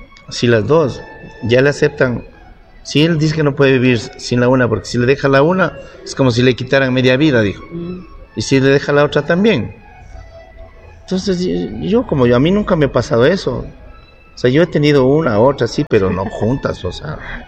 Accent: Cali, Valle del Cauca, Colombia; Yo soy nacido aquí en Cali, soy valluno, pero mis padres son nariños.

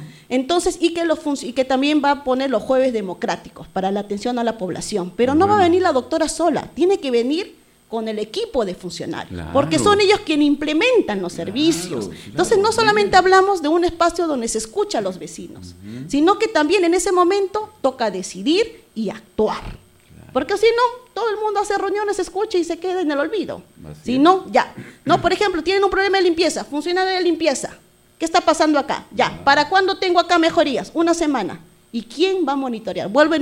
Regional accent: Lima, Peru; yo que soy de Villa Alejandro y que tengo vecinos que son de la cuenca baja de Villa Alejandro

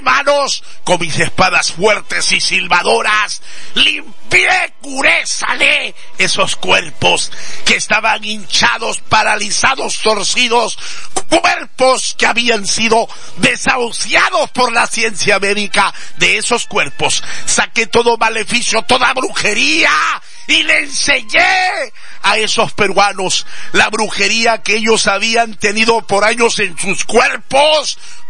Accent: Mexico; Pero nosotros, como espiritistas, como macumberos mexicanos que somos

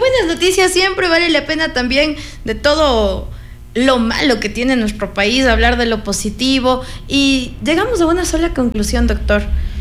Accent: Ecuador; Somos ecuatorianos, tenemos esa misma sangre de ecuatorianos

